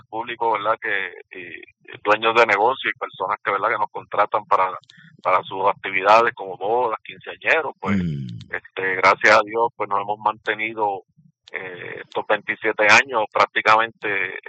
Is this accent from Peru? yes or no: no; Cidra, Puerto Rico; Bueno, nosotros somos del pueblo de Sidra.